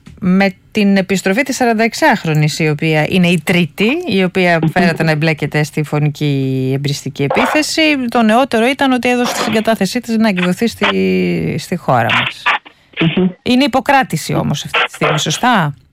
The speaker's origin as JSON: {"language": "Greek", "town": "Lamia", "region": "Central Greece", "country": "Greece", "said": "Η πόλη μου, η Λαμία"}